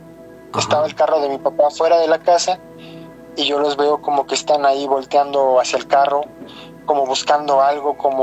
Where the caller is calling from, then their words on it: Chilpancingo, Guerrero, Mexico; Desde Chilpancingo, Guerrero.